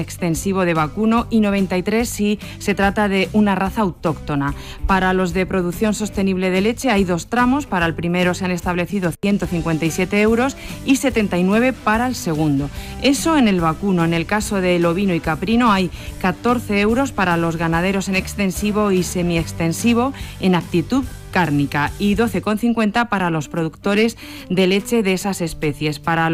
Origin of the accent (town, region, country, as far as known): Malpica de Tajo, Castilla-La Mancha, Spain